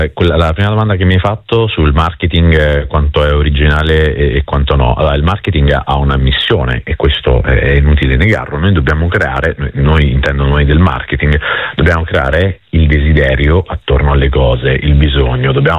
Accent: Rome, Lazio, Italy; Come sai, sono di origine campana, ma cresciuto nelle borgate romane

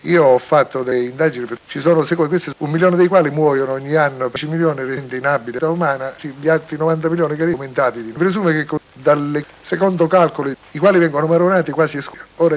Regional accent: Sicily, Italy; che io da siciliano non condivido ma che amo

